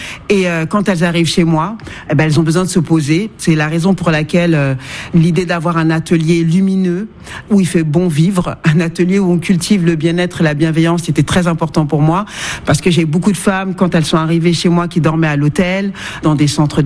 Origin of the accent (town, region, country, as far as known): France; born there